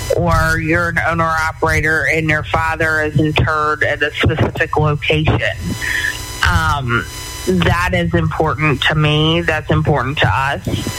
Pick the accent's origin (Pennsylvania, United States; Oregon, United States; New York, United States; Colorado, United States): Pennsylvania, United States; if there's an opening in Pennsylvania, that I can switch to a load that's in my home state.